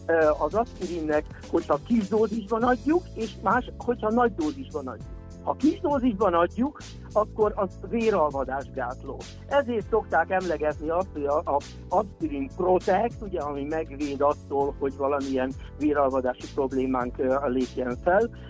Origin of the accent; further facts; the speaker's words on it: Hungary; illetve hát magyarok vagyunk